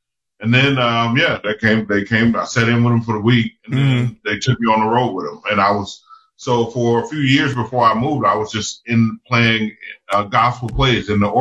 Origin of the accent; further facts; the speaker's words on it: Memphis, Tennessee, United States; now in Los Angeles, United States; I tell people, like, L.A. is where I live, but Memphis is where the music comes from. My answer is always, I'm from Memphis.